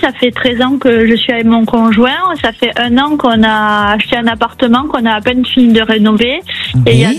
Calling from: Anglet, Nouvelle-Aquitaine, France; D'Anglette, dans le 64.

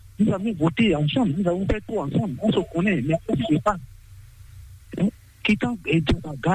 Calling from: Togo; Je vous appelle de Caravie, Togo.

